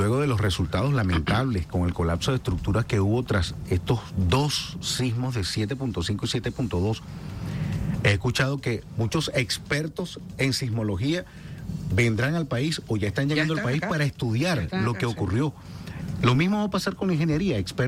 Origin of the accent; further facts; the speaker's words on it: Venezuela; Una anécdota quizá jocosa para el momento, y así somos los venezolanos